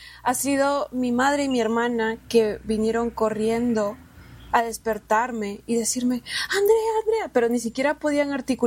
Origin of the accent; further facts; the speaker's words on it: Peru; quiero ponerle sonidos peruanos, quiero ponerle mucha personalidad de donde yo vengo.